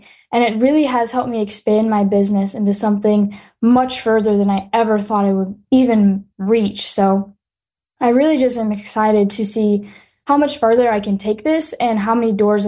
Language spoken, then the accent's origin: English; Illinois, United States; I'm from Monroe County in Illinois, which is just about 40 minutes away from St. Louis. And it's pretty much a very rural community that also has that urban side since we are so close to the city.